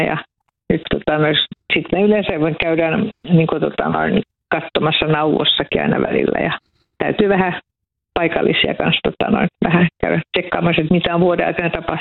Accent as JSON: {"language": "Finnish", "town": "Vihti", "region": "Uusimaa", "country": "Finland", "said": "Joo, me ollaan Vihdistä meillä on mökki täällä Korppossa"}